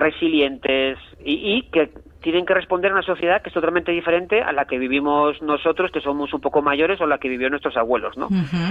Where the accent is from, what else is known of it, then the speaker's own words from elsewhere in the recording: Asturias, Spain; yo que soy de origen asturiano